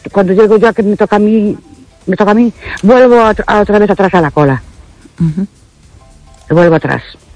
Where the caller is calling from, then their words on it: Ourense, Galicia, Spain; de Orense.